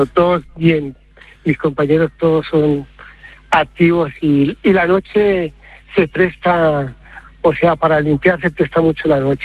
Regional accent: Colombia; now in Spain; En España llevo 30 años, sí, yo llegué aquí en el 97. Y soy colombiano

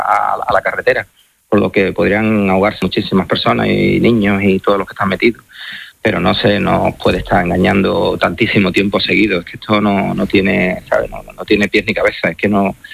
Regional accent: Spain; primero soy español

